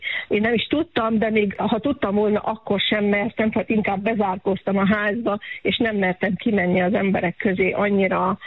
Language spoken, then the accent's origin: Hungarian; Cluj-Napoca, Cluj County, Romania; moved away as an adult; now in Hawaii, United States; Kolozsvár mellett egy kis faluban születtem lényegében, és Kolozsváron éltem hosszú ideig.